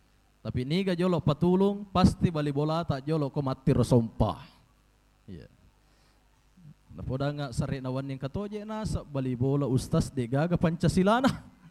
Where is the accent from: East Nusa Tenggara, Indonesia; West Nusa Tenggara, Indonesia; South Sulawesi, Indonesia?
South Sulawesi, Indonesia; Belawa; born or raised there; now in Pinrang, Indonesia